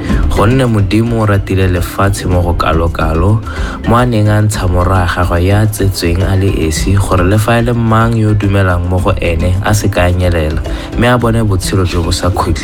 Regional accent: Botswana; first language Tswana; Russian is a second language; я из Ботсваны, а я Ботсвана. Сегодня я прочитаю Иоанна, глава 3, стих 16, на моем родном языке Сетсвана.

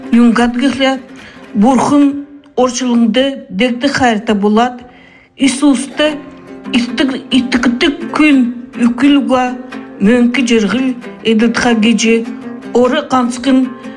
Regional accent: Kalmykia, Russia; Я из России, по национальности калмычка.

